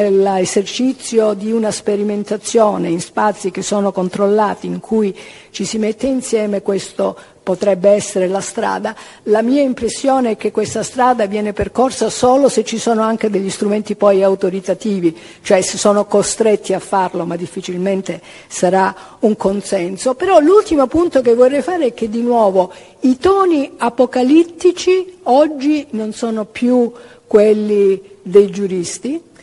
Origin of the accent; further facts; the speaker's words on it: Calabria, Italy; sono calabrese